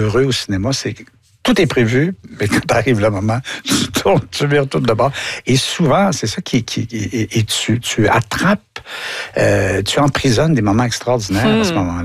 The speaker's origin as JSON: {"language": "French", "region": "Quebec", "country": "Canada", "said": "suis tellement fier d'aller travailler à Stratford en Ontario, dans un festival Shakespeare, et montrer en tant que Québécois ce que les mots veulent dire"}